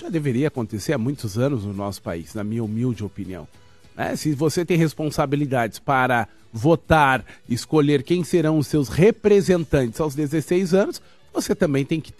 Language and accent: Portuguese; Candiota, Rio Grande do Sul, Brazil; moved away; Estive na minha cidade natal, em Candiota